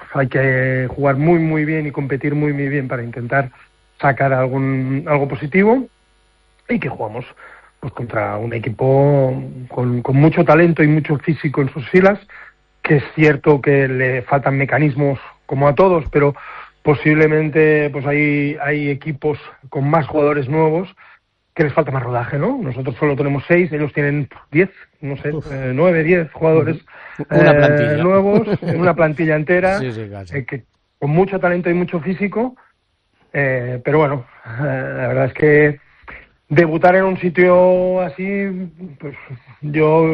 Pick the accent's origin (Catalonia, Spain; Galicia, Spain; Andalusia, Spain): Catalonia, Spain; Badalona; Soy de Badalona, pero también soy del Barça de fútbol